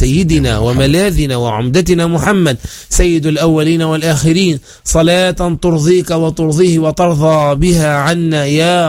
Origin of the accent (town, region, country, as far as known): Tunisia